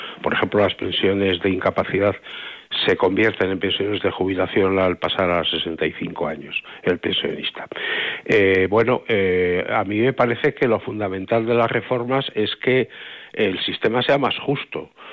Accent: Burgos, Castile and León, Spain; Yo soy de Burgos, recuerdo aquello que contaban del Cid, de que había ganado una batalla después de muerto

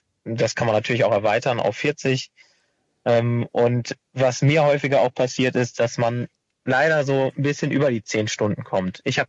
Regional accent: Bad Laer, Lower Saxony, Germany

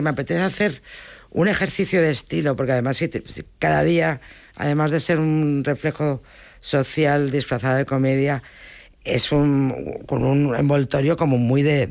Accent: Bilbao, Basque Country, Spain; moved away; yo soy de Bilbao

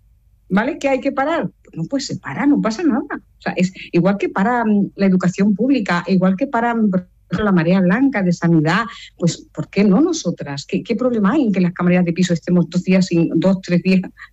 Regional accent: Lloret de Mar, Catalonia, Spain; yo vengo de la Costa Brava, de Lloret de Mar, y en agosto es espectacular

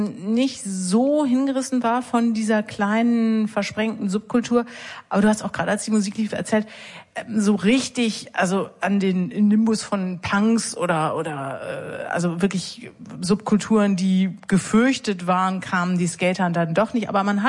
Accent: Osnabrück, Lower Saxony, Germany; Ja, ich komme aus der Weltstadt Osnabrück, das war nebenan

